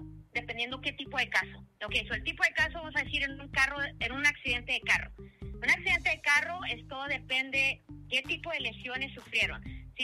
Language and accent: Spanish; Mexico